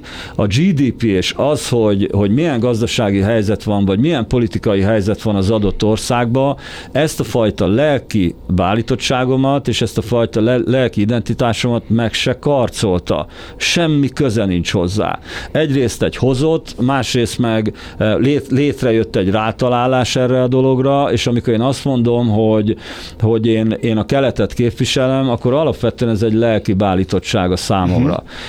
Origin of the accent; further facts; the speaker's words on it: Hungary; én Magyarországon … de ha kimegyek Párizsba, akkor már magyar vagyok.